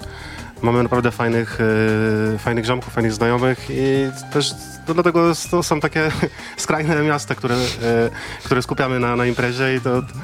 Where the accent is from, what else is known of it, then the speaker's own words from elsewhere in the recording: Łódź, Łódź Voivodeship, Poland; Ja jestem z Łodzi.